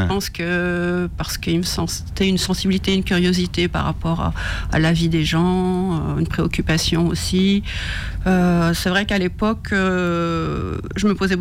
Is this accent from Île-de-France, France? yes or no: no; Grand Est, France; Moi, okay, je suis de Lorraine, donc du coup j'ai travaillé en Lorraine, Nancy et puis la Meuse.